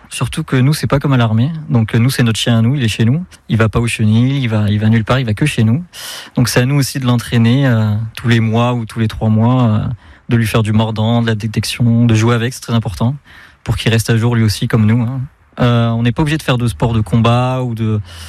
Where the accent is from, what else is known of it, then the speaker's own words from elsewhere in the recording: Provence-Alpes-Côte d'Azur, France; que j'ai passé moi à Gardanne, même si je suis du Var